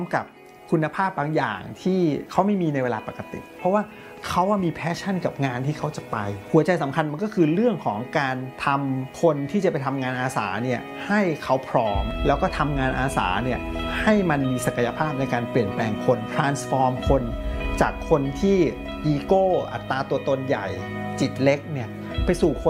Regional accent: Bangkok, Thailand; เป็นเด็กกรุงเทพครับเกิดและโตที่กรุงเทพที่บ้านเนี่ยให้ความสำคัญกับการเรียนมาก

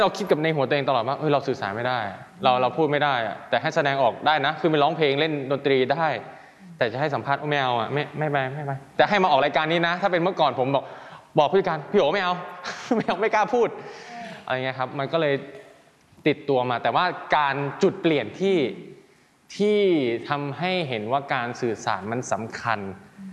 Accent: Isan, Thailand; เราเป็นคนแบบนี้นะเราชอบแบบนี้เราเป็นคนอีสานเราก็พูดอีสานไปเลย

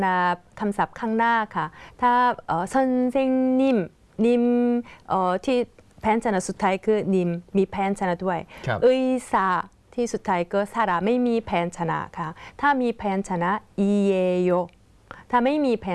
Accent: South Korea; Thai is a second language; moved away; ดิฉันเป็นคนเกาหลีใช่ไหมคะแล้วก็มาจากเกาหลีฮังกุกเอโซวัตซอยฮังกุกเอโซจากเกาหลีวัตซอยมาแล้วก็มาจากเกาหลีค่ะ

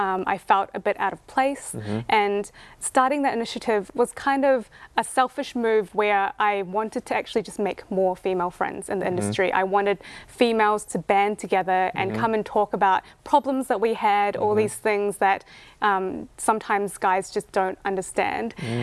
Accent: New Zealand; also born or lived in Thailand; for me, I grew up in New Zealand mm-hmm. and Thailand.

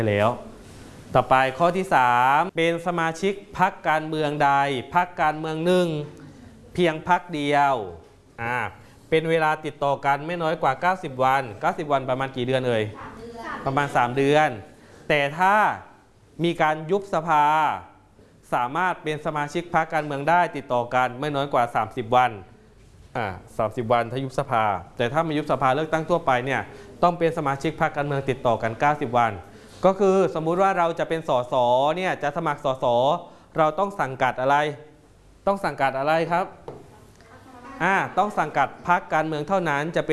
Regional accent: Thailand; born there; พวกเราเกิดในจังหวัดประจวบคีรีขันธ์ถูกไหม

